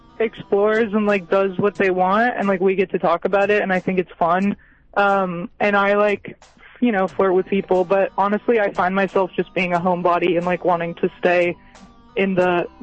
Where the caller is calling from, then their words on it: New York City, New York, United States; I'm calling from Brooklyn.